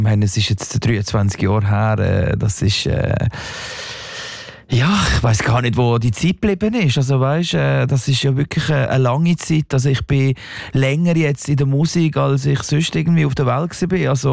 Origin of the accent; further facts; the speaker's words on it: Gelterkinden, Basel-Landschaft, Switzerland; Ich bin aus Geltenkind aus dem Baselland, habe dort eine Sekundarschule gemacht